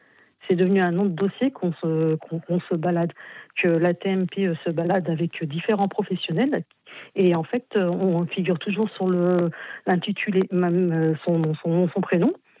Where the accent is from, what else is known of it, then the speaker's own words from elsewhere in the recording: France; born there; Moi, je suis d'origine maghrébine, tunisienne. Oui. Lui aussi. Moi, je suis née en France.